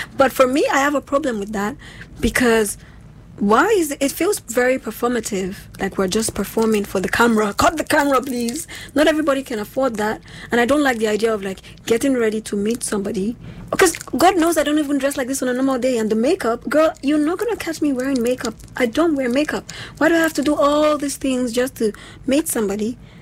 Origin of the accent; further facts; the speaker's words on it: Nigeria; when I hear date as a Nigerian